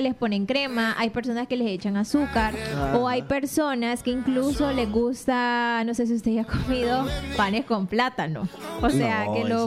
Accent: Santa Ana, El Salvador; es una de las cosas que nos caracterizan pues como santanecos y como salvadoreños.

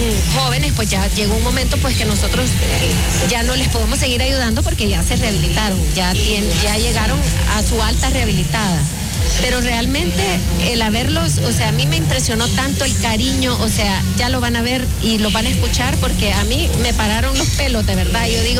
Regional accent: El Salvador; De verdad que como salvadoreños nos tenemos que sentir súper orgullosos de tener estos 3 centros de rehabilitación de primer mundo.

